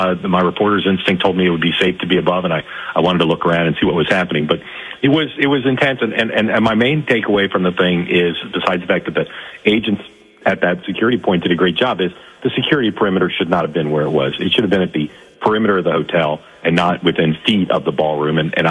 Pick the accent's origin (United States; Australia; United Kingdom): United States; You know, I'm a American and I'm a dad and a husband, but also a reporter.